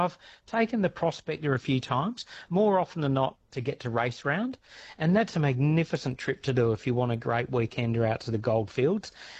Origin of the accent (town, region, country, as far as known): Western Australia, Australia; born or raised there